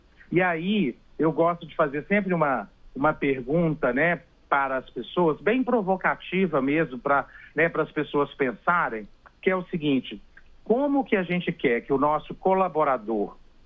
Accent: Belo Horizonte, Minas Gerais, Brazil; now in São Paulo, Brazil

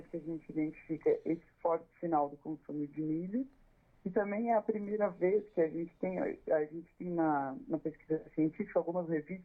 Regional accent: Brazil; Eu sou brasileira

